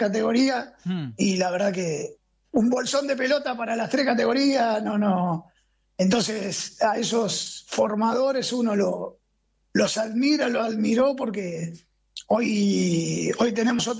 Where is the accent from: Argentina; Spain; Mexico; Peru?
Argentina; Béccar, Buenos Aires Province; De Bécar, yo soy de Bécar.